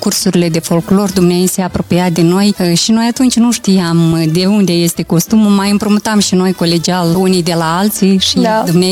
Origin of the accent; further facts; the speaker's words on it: Grozești, Nisporeni District, Moldova; m-am născut pe malul Prutului, în satul Grozești, raionul Nisporeni, și muzica la fel o recepționam de peste Prut.